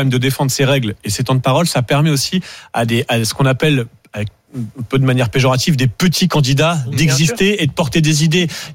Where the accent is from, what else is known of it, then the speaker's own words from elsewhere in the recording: France; En France, on a en effet, on est français, on est comme ça, on a plus de courants, d'idées.